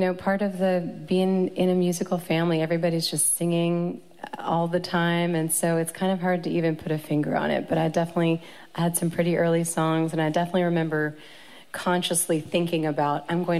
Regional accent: Ashland, Virginia, United States; where I grew up in Ashland, Virginia

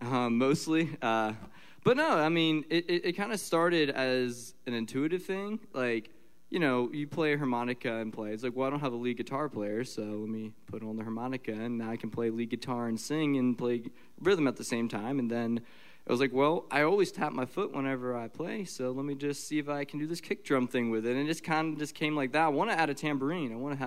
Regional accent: Lake Lure, North Carolina, United States; also born or lived in West Virginia / Black Mountain, North Carolina / Asheville, North Carolina; now in Virginia, United States; I grew up in right outside the Asheville area. I grew up in Lake Lure, North Carolina. I was born in West Virginia, moved down to Lake Lure, Black Mountain area, and then went back up to Virginia, which is a little bit outside of where I was born.

